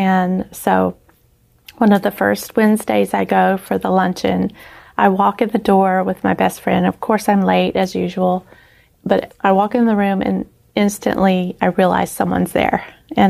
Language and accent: English; Alabama, United States; also born or lived in Louisiana; my whole family's from Louisiana, but my dad had been transferred when my brothers were young, and we lived a total of 16 years in Alabama where I was born. When we moved back to Louisiana